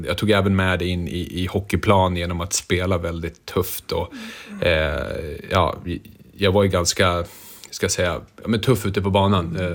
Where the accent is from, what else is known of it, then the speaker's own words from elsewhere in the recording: Rättvik, Dalarna County, Sweden; also born or lived in Örnsköldsvik; Vi landade in i Rättvik i och med att det var dit vi blev placerade. Mm. Ett litet samhälle.